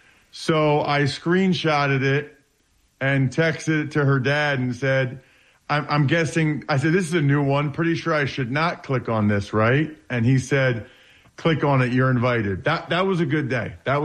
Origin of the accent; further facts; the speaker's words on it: United States; Taylor's from my hometown, so I've known her family for over 20 years.